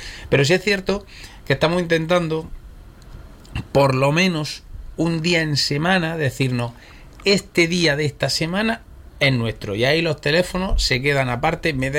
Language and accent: Spanish; Andalusia, Spain; Somos andaluces